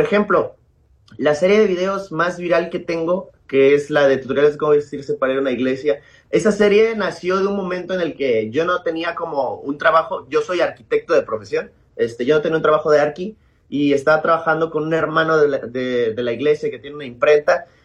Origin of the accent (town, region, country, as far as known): Veracruz, Mexico